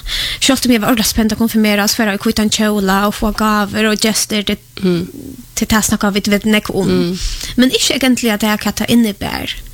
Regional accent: Poland; Swedish is a second language; now in Sweden; Jag är född och uppvuxen i Polen.

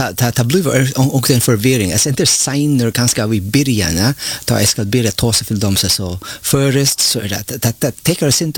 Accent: Philippines; Swedish is a second language; Ja, jag är filippinsk. Ja, filippinsk är helt annan.

